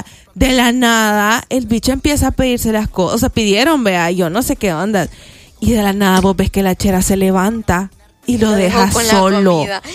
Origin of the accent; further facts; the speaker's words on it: El Salvador; uno como salvadoreño, uno como humano falla y es metido